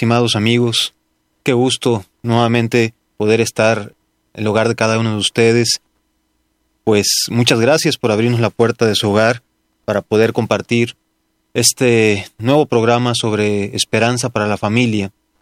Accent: Mexico

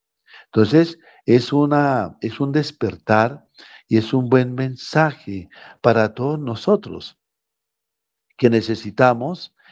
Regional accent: Roldanillo, Valle del Cauca, Colombia; moved away; Allá en mi tierra fue muy duro, en Roldanillo Valle

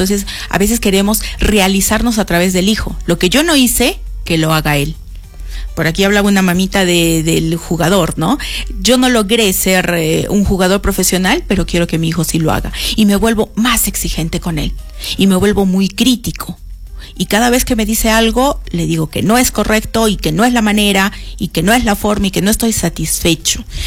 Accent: Peru; Nosotros como cultura peruana

